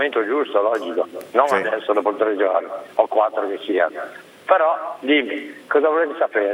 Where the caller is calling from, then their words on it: Genoa, Liguria, Italy; sono da Genova Bolzaneto.